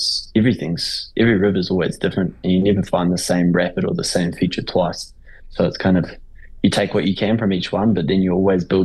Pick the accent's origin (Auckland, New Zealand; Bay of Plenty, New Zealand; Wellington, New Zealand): Bay of Plenty, New Zealand; Okere Falls; I grew up in Aukiri Falls, a small town out of Rotorua.